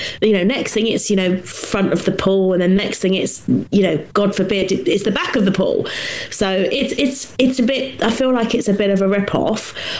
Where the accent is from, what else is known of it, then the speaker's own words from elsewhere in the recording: United Kingdom; as a Brit